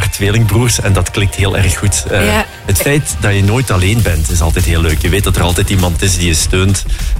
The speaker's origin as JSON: {"language": "Dutch", "region": "Flanders", "country": "Belgium", "said": "ik voel het als Limburger ook wel altijd heel erg kribbelen als ik aan de kust ben."}